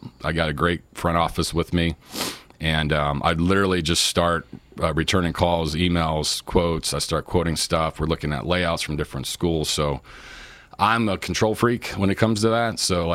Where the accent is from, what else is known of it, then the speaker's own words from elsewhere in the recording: Las Cruces, New Mexico, United States; also born or lived in Arkansas / Texas; born and bred here in Las Cruces, New Mexico. Graduate Las Cruces High, 97, not to date myself.